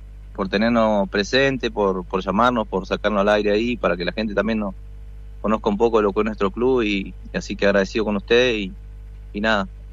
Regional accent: Catriel, Río Negro, Argentina; Sí, somos de Catriel

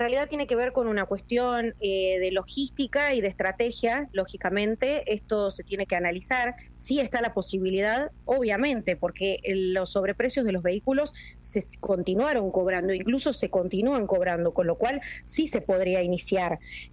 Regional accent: Tierra del Fuego, Argentina; los beneficiarios somos los fueguinos

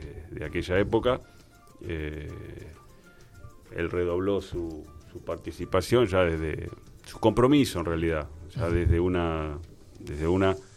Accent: Buenos Aires, Argentina; also born or lived in Córdoba; Nos criamos acá, en el barrio, acá cerca. ¿En dónde? Acá en Boedo, San Cristóbal, Boedo.

